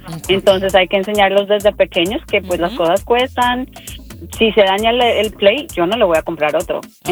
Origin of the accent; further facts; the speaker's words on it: Colombia; Colombia.